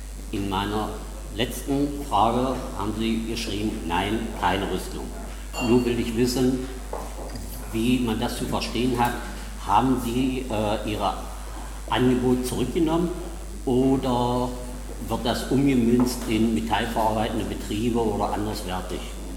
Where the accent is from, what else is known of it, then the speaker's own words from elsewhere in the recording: Winningen, Germany; ich komme aus Winningen, wohne in der Rathener Straße Nummer 6